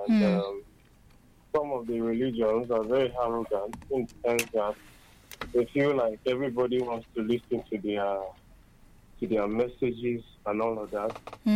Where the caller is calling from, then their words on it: Enugu, Enugu State, Nigeria; I'm calling from Enugu.